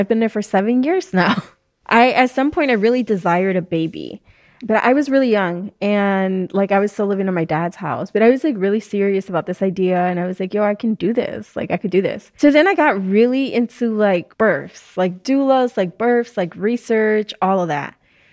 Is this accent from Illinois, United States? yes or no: yes; Chicago, Illinois, United States; I'm a doula with Chicago Volunteer Doulas, and this is what Chicago sounds like. Born and raised in Chicago